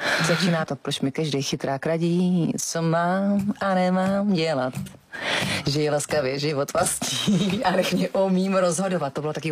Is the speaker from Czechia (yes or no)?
yes; Votice, Central Bohemian Region, Czechia; já pocházím z Votic, což je vlastně u Benešova asi 6000 městečko.